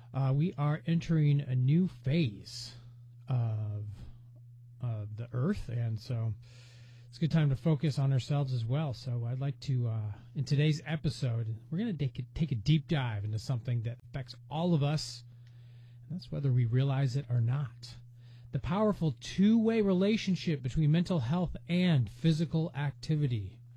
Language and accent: English; Midwest, United States; now in Bethel, Alaska, United States; I'm originally from the Midwest, been a United States citizen, born into the U.S.